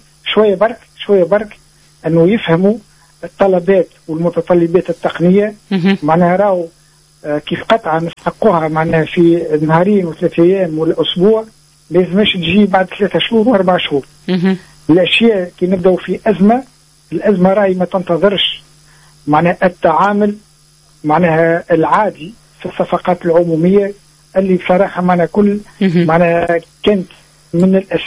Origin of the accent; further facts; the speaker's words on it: Tunisia; اللي عندنا في تونس